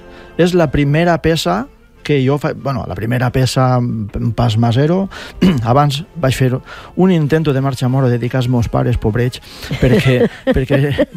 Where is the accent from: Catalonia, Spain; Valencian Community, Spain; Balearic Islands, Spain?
Valencian Community, Spain; Albaida; I jo, evidentment, jo soc d'Albaida, jo d'Albaida hem tocat...